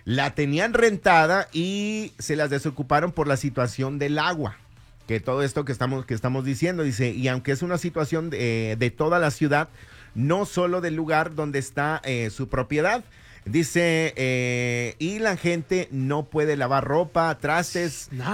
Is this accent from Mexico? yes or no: yes; Mexico